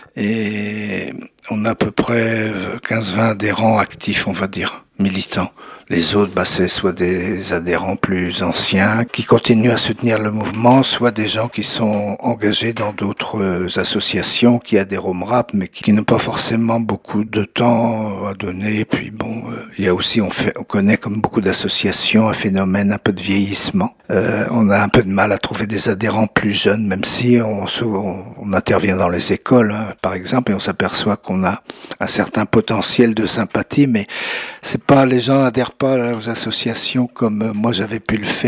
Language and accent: French; Pays de la Loire, France; moved away; Je venais d'un milieu rural de Loire-Atlantique, du nord du département.